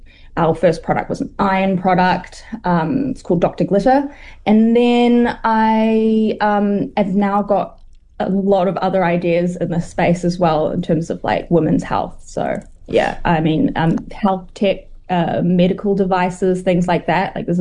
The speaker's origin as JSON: {"language": "English", "country": "New Zealand", "tie": "born or raised there", "also_born_or_lived": "Wellington", "moved": "as an adult", "lives_now": "China", "said": "I grew up speaking Chinese, even though I grew up in New Zealand."}